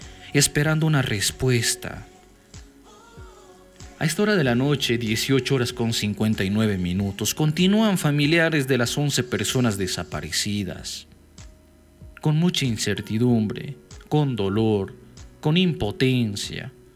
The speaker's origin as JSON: {"language": "Spanish", "country": "Bolivia", "said": "a todos como bolivianos"}